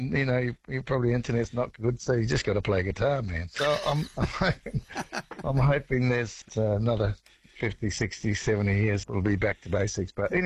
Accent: New Zealand; now in Australia; I'm a very proud Australian, but I'm a very proud Kiwi too.

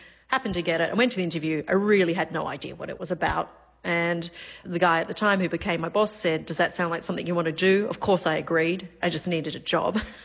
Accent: Australia; So it took a while to come around to being very Australian and also being multicultural.

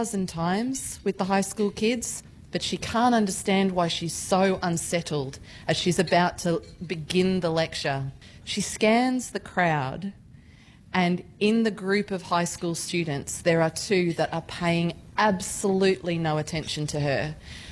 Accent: Gold Coast, Queensland, Australia; I grew up on the Gold Coast.

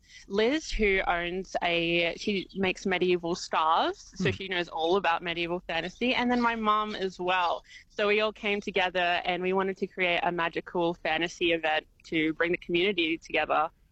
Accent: Brisbane, Queensland, Australia; I'm from Brisbane originally

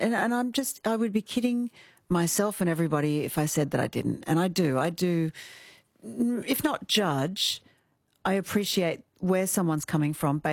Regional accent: Kalgoorlie, Western Australia, Australia; Look, I'm from Kalgoorlie. I get to call it, you know. We sound a little bit, well, nice, you know.

